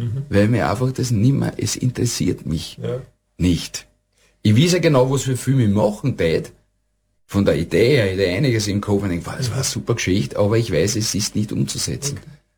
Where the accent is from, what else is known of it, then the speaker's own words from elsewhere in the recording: Vienna, Austria; Ich bin in Favoriten aufgewachsen, habe Maschinenbau gelernt, bin Motorrad gefahren